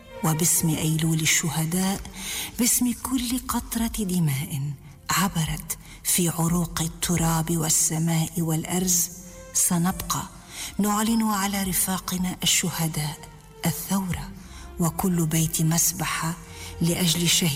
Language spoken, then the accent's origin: Arabic; Lebanon; نحن قوات لبنانية أبناء هذه الأرض، لسنا غرباء ولا دخلاء،